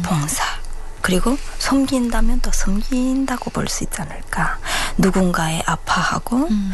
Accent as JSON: {"language": "Korean", "region": "North Hamgyong", "country": "North Korea", "tie": "born or raised there", "moved": "as an adult", "lives_now": "Suwon, South Korea", "said": "남한 정착 1년차 함경북도가 고향인"}